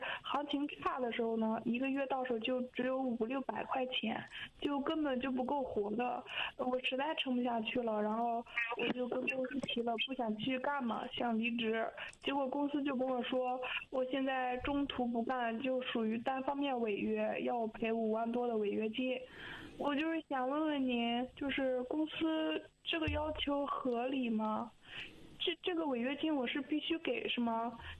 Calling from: Beijing, China; 我是北京这边的

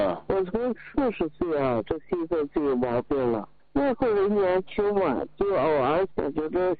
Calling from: Shaanxi, China; 我是陕西这儿的，今年68岁了。

